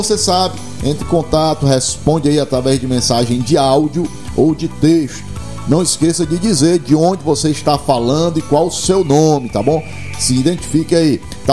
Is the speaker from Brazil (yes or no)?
yes; Brazil; porque somos aqui do Brasil, né